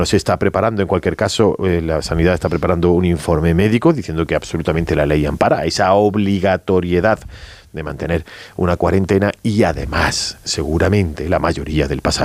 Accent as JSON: {"language": "Spanish", "region": "Andalusia", "country": "Spain", "said": "Yo me quedo con que somos andaluces"}